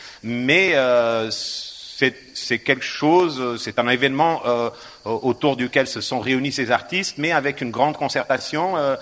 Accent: Portugal; now in Avignon, France; Mais je le dis en tant que Portugais, même si Avignonais en construction, je peux encore jouer cette carte.

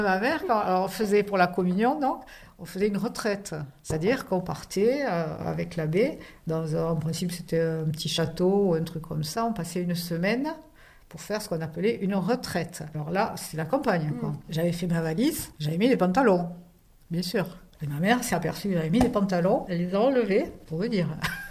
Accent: Southern France, France; Après, sinon, non, quand on vient du sud de la France, Montréal, le Canada.

